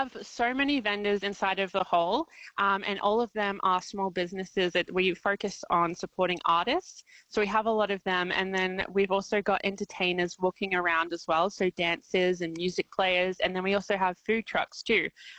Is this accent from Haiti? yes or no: no; Brisbane, Queensland, Australia; I'm from Brisbane originally